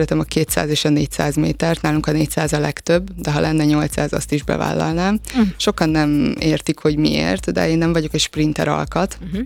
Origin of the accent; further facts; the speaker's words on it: Herend, Veszprém County, Hungary; én minden érmemet Herenden, ahol felnőttem, ott mindig hazaviszem